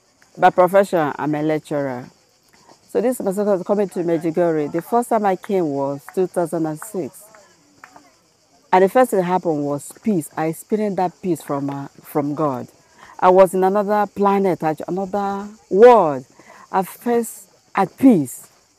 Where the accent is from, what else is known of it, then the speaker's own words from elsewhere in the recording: Nigeria; now in United Kingdom; I'm from Nigeria originally, but I reside in UK.